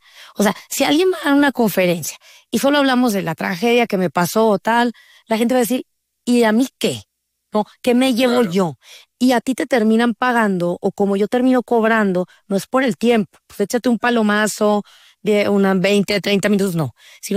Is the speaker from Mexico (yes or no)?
yes; Mexico; now in Los Angeles, United States; En vocabulario mexicano diríamos